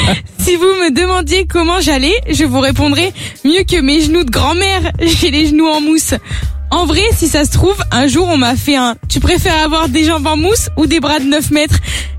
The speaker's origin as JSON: {"language": "French", "town": "Clermont-Ferrand", "region": "Auvergne-Rhône-Alpes", "country": "France", "said": "je viens de Clermont-Ferrand, comme plein de gens connus, genre, personne en fait."}